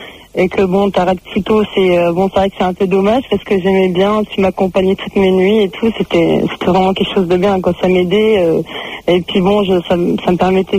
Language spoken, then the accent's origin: French; Turkey; C'était d'origine, je suis turque, et j'étais en vacances, et on est revenu, plus de père, plus personne.